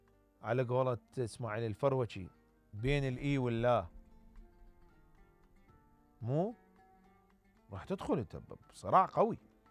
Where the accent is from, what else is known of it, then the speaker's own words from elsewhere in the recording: Iraq; الله يحفظ مجتمعنا وبلدنا من زاخو للفاو